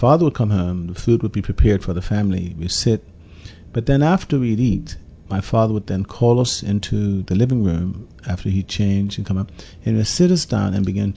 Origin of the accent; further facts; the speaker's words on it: St. David's, St. George's, Bermuda; born there; also born or lived in Somerset, Bermuda; And we moved to St. David's. I was about 3 years old.